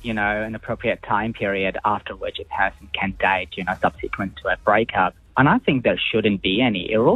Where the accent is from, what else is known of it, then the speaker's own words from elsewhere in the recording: Pakistan; accent: mixed; also born or lived in Dubai / United States / South Africa / Canada; now in Australia; So I grew up in Pakistan, and have lived in Dubai, I've lived in the US, I've lived in South Africa, Canada